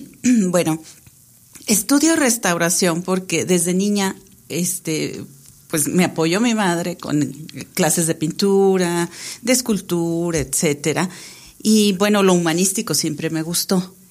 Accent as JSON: {"language": "Spanish", "region": "Durango", "country": "Mexico", "moved": "yes", "said": "Regreso a Durango, sinceramente, siempre regreso a mi tierra, voy y vengo"}